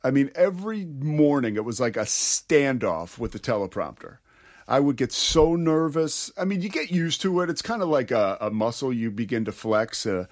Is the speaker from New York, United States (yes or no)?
no; Philadelphia, Pennsylvania, United States; because I am from Philadelphia, and so I'll say us and we there.